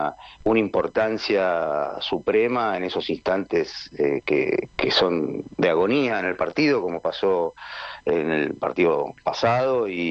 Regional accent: Argentina; Lo que estamos viendo con la selección argentina, nosotros lo naturalizamos porque somos argentinos, ¿no?

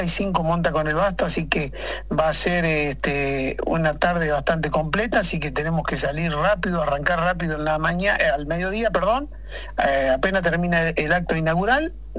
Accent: General Villegas, Buenos Aires Province, Argentina; moved away as an adult; now in Italó, Argentina; soy nativo de Villegas, tengo todos mis parientes, así que bueno, por cuestiones de trabajo andamos por la zona de Italo

